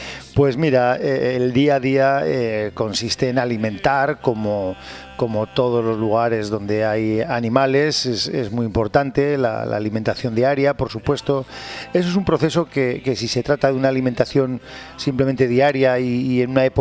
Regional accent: Castile and León, Spain; Pues nosotros efectivamente venimos de la provincia de León, de una localidad que se llama Villa Quejida, que está situada completamente al sur de la provincia de León, rayando casi la de Zamora

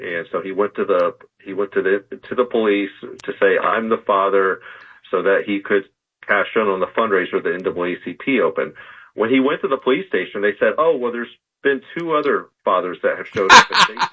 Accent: Florida, United States; No. I'm from Florida.

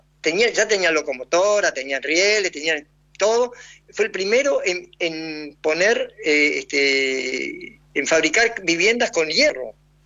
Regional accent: Argentina; now in Paraguay; soy argentino. Soy argentino, yo uso mi camiseta de Argentina, yo grito los goles, no voy a cambiar mi idioma, no sé hablar guaraní, sé muy pocas cosas

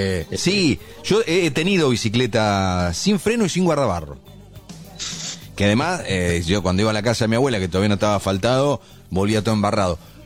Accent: Chilecito, La Rioja, Argentina; born there; de La Rioja, de Chilecito.

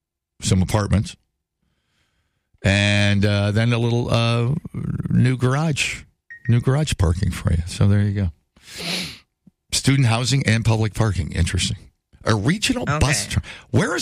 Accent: Madison, Wisconsin, United States; You know, growing up in Madison, working here as a young adult, my idea of fancy living in Madison for 15 years was Three Fountains.

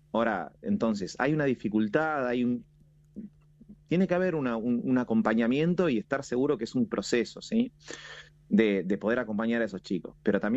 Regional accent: Coronel Suárez, Buenos Aires Province, Argentina; now in Buenos Aires, Argentina; Yo no soy de acá de Buenos Aires, soy del interior, de cerca de Sierra Ventana, de Coronel Suárez. Entonces, venir a Capital, una ciudad mucho más grande, también era un panorama diferente para mí.

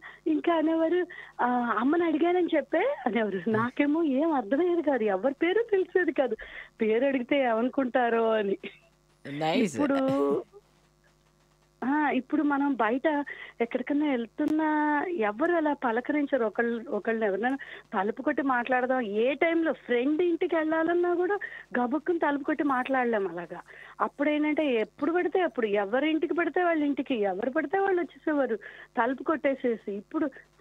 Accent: Vijayawada, Andhra Pradesh, India; born or raised there

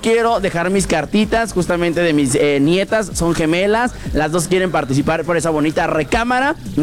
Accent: Mexico; como buenos mexicanos, dejamos todo al último.

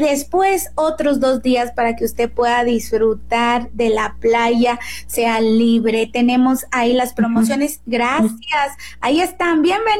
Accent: Guerrero, Mexico; yo soy cerca de Zihuatanejo

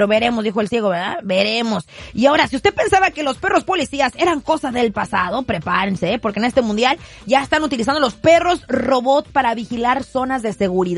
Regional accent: Tijuana, Baja California, Mexico; born there; No, mexicana, yo nací en Tijuana, Baja California, México.

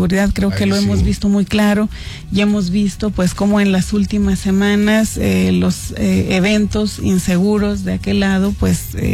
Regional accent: Zacatecas, Mexico; born there; now in Coahuila, Mexico; yo nací en Zacatecas

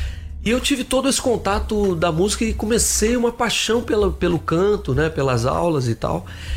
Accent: Brasília, Federal District, Brazil; also born or lived in Rio de Janeiro; Fui. Meu pai foi transferido pra lá na época. Nós somos cariocas e eu acabei crescendo lá. Eu fui com 3 anos de idade pr

